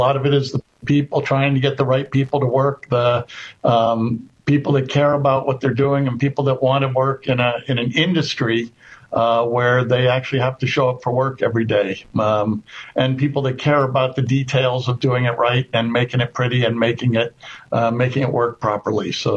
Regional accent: Pennsylvania, United States; I'm from just north of Philadelphia.

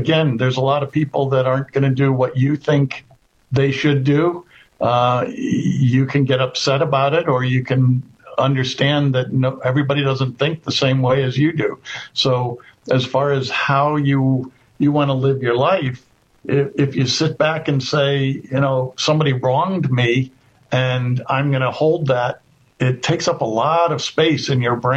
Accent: Pennsylvania, United States; I'm from just north of Philadelphia.

